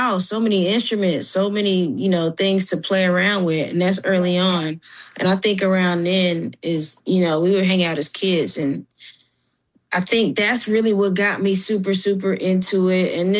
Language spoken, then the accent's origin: English; Decatur, Georgia, United States; Yeah, I'm from Decatur, Georgia. Yeah, I was born up north, and then we came to Decatur when I was about 3, 4. So I'm definitely from Decatur.